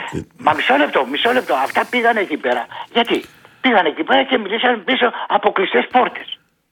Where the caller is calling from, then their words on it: Greece; Εγώ είμαι Έλληνας φορολογούμενος και πληρώνω την ΕΡΤ.